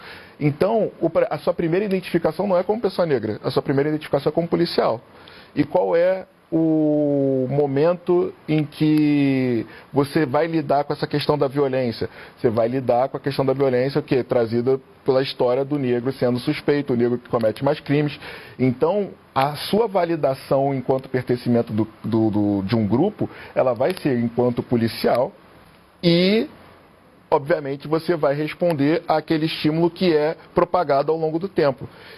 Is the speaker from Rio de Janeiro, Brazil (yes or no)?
yes; Rio de Janeiro, Brazil; Eu sou carioca, então carioca fala palavrão.